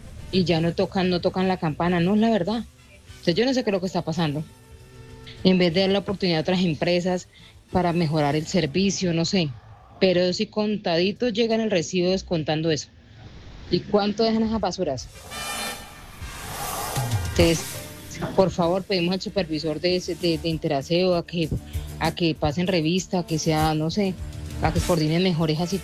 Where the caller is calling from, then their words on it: Colombia; Yo vivo aquí en el Jardín Santander, por acá por los frente del conjunto de reservas